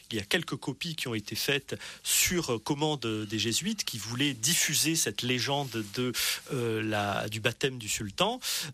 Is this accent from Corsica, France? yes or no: yes; Corsica, France; pour ma part, je suis corse, d'origine corse, très attaché à la Corse